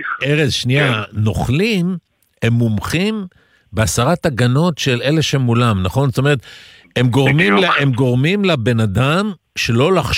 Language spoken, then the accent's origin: Hebrew; Sderot, Southern District, Israel; moved away; אני הרי נולדתי, גדלתי עד לפני 17 שנה, כל חיי בסדרות. אני כילד שגדל בפריפריה